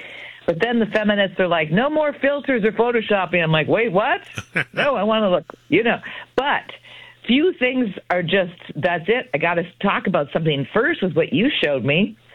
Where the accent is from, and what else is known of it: Guelph, Ontario, Canada; born or raised there; also born or lived in Sault Ste. Marie